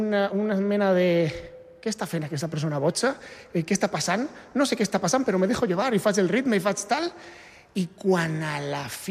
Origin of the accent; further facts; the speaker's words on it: Mascarell, Valencian Community, Spain; sóc de Mascarell, que és un poblet molt petit a Castelló, a València.